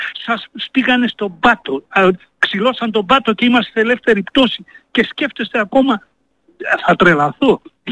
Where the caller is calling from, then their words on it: Greece; από Αυγή.